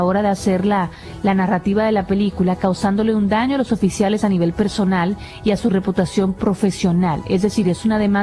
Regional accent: Dominican Republic; also born or lived in Miami Beach, Florida, United States; Es que yo tengo doble nacionalidad. Yo tengo doble nacionalidad. Yo nací en Miami Beach. Simplemente que me crié en República Dominicana.

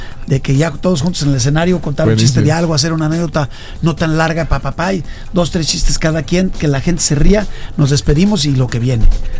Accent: León, Guanajuato, Mexico; now in Guadalajara, Mexico; Guanajuato, sí. Lo que pasa es que yo tengo más años viviendo aquí que en mi tierra.

